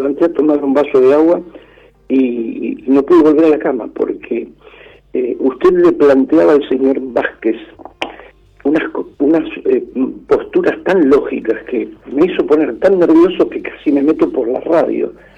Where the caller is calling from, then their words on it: Buenos Aires, Argentina; Yo soy del barrio de Almagro